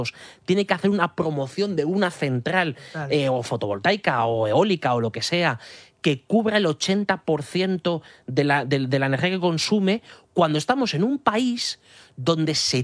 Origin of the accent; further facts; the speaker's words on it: Castilla-La Mancha, Spain; en mi tierra, en La Mancha